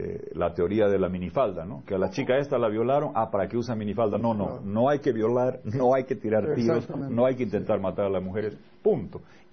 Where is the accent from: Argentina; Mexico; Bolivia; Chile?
Bolivia; me parece triste como boliviano